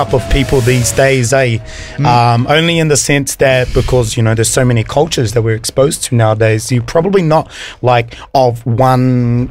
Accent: Australia; moved away; I was born in Australia, so for the most time I was in Australia, but being Māori, I was always confused for being Indigenous Australian.

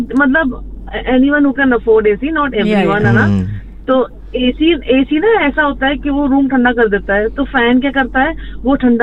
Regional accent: Chandigarh, India; अच्छा मैं चंडीगढ़ से हूँ वहाँ पे एक एरिया है 3B2

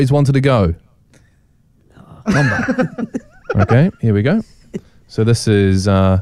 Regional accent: New Zealand; I'm from New Zealand.

